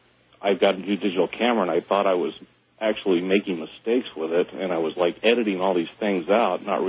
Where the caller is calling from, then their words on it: United States; I'm calling from Florida, Arizona tonight. First time caller.